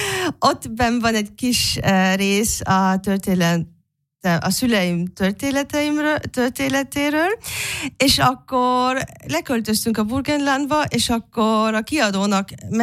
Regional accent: Austria; Hungarian is a second language; Sajnos akcentusom van, az biztos mindenki hallja, de az így fog maradni, mert én Ausztriában nőttem föl, és a szüleimmel beszéltem magyarul.

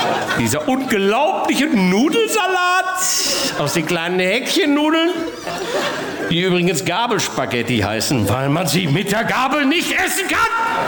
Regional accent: North Rhine-Westphalia, Germany; Jetzt komme ich aus dem Ruhrgebiet

